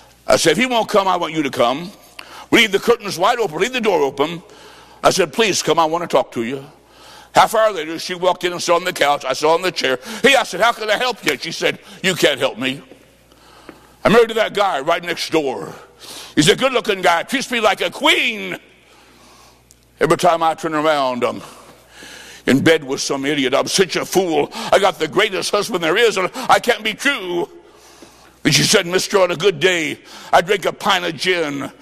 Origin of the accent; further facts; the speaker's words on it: Illinois, United States; Mine, I'm from Illinois. Back there is 20 below.